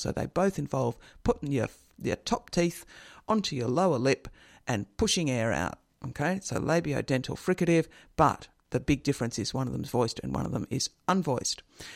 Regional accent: Australia; accent: general Australian; I first of all read it out myself in my general Australian accent

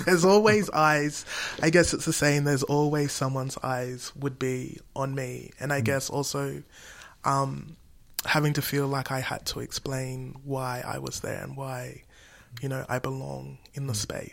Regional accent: Haiti; So I can trace back, I guess I know that I'm from Haiti

